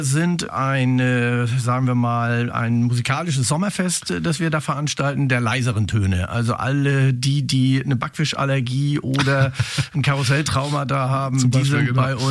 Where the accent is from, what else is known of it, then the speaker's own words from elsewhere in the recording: Neumünster, Schleswig-Holstein, Germany; ich bin gebürtiger Neumünsteraner, lebe und arbeite hier in Neumünster